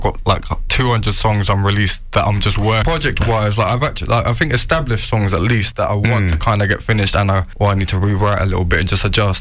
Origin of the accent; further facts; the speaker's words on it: Reading, South East England, United Kingdom; also born or lived in Finchampstead; So, I'm Berkshire born and bred. I was born and raised in Reading. I've moved around a lot. I've lived in Finch Hampstead primarily with my granddad. That was where I kind of was solely based very much. So we're just living with my nan and granddad. They raised me for 18 years.